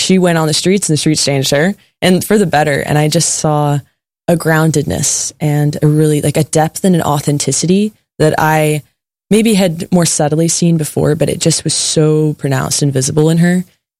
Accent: College Station, Texas, United States; Yeah. So like you said … born and raised in College Station, and I've been a friend of Red Sea Catholic Radio ever since I was little. And I'm just really blessed to be raised in a solid Catholic family, born and raised.

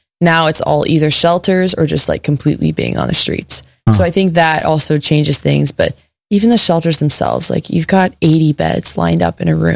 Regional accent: Texas, United States

